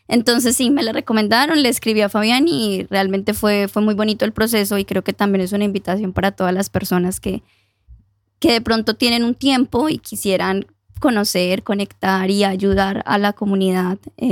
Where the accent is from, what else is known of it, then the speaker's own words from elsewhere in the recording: Armenia, Quindío, Colombia; Yo soy de Armenia, Quindío, sé si lo conocen, sí. Del centro del país.